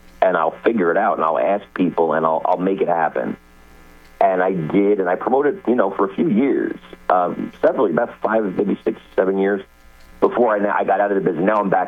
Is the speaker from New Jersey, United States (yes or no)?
yes; Newark, New Jersey, United States; born or raised there